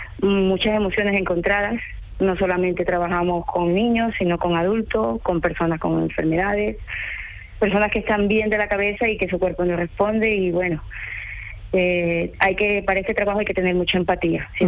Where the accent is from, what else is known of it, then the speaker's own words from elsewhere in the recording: Ecuador; now in Spain; Ecuatoriana. Yo soy ecuatoriana, nacida en Ecuador. Y llevo aquí desde el 2003 en España.